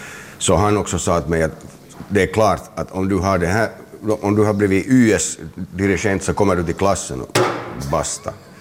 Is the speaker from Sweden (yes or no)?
no; Helsinki, Uusimaa, Finland; jag är från Helsingfors och jag känner mig definitivt hemma på Drumsö där jag fortfarande har en bostad. Där jag har bott sedan jag var 1 år gammal.